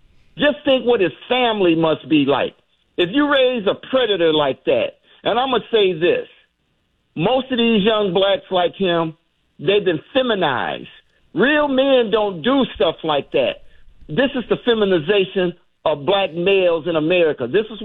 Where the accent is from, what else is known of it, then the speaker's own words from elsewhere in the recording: Flint, Michigan, United States; And I'm from Flint, Michigan. I'm third generation auto worker.